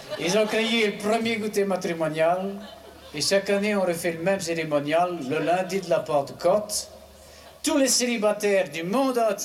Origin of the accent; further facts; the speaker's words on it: Écaussinnes, Wallonia, Belgium; Je ne sais pas si vous le savez, mais je suis une fleur de province. Oui, je suis originaire des Cossines.